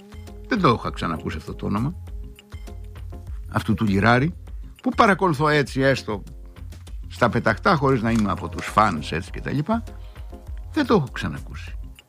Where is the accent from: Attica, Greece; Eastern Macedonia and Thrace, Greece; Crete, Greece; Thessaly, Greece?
Crete, Greece; λιράριδες που λέμε στην Κρήτη